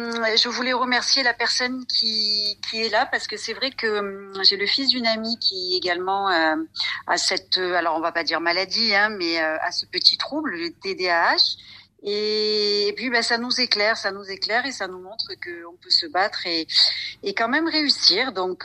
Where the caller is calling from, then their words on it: Aix-en-Provence, Provence-Alpes-Côte d'Azur, France; Je suis à Aix-en-Provence, donc pas très loin de vous, je crois.